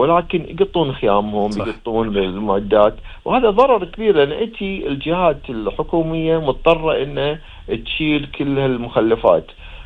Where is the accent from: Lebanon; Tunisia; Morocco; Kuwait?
Kuwait; احنا عندنا بالكويت